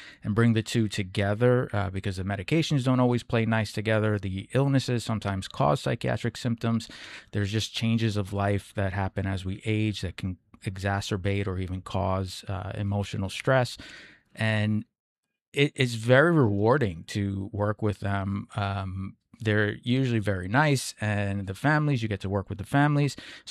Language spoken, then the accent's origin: English; New York City, New York, United States; moved away as an adult; also born or lived in Connecticut; now in New Hampshire, United States; I'm Bronx, New York, born and raised. And I was working in Connecticut at the time that right before I moved here.